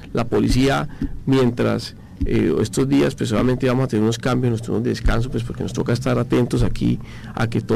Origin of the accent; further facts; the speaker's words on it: Bucaramanga, Santander, Colombia; como bumangueses, como santandereanos